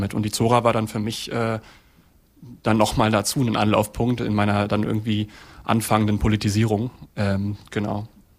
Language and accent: German; Halberstadt, Saxony-Anhalt, Germany; now in West Germany; Also ich bin ja jetzt in den Westen gezogen, als Ösi. Und das ist ja sowieso schon so eine Sache, dass es ein anderes Gefühl ist auf einmal.